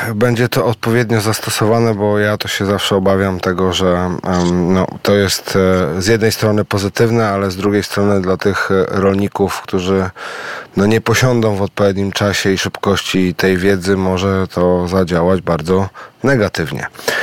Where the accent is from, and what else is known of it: Warmian-Masurian Voivodeship, Poland